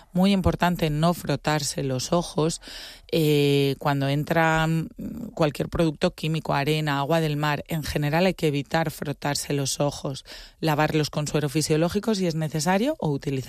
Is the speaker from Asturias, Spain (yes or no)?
yes; Asturias, Spain; moved away as an adult; now in Mallorca, Spain; yo soy asturiana, pero llevo 13 años en Mallorca